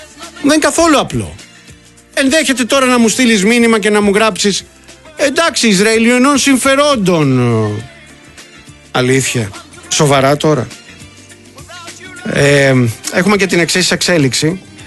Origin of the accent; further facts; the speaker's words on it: Molaoi, Peloponnese, Greece; αλήθεια που λέμε και στο χωριό μου, το λέμε και εμένα και εμείς στο χωριό μου και στους Μολάους το λέμε το by the book